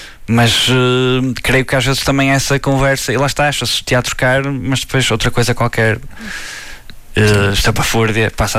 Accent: Barcelos, Norte, Portugal; eu sou de Barcelos

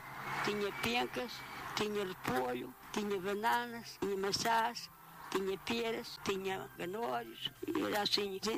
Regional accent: Norte, Portugal; Gosto de viver na minha terra, não gosto mais de terra nenhuma, não na minha terra. Sou Parada Tudeia, no lado Carvalhado.

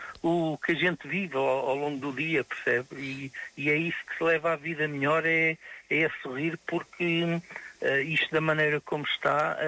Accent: Odivelas, Lisbon, Portugal; Então, eu sou de Odivelas.

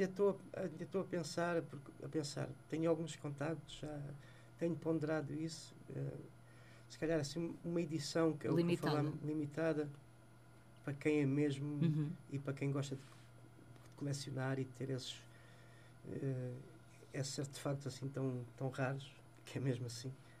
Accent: Lisbon, Portugal; Eu sou lisboeta, nasci em Lisboa, ao pé da Feira Popular, na rua Elis Garcia, sou mesmo dali.

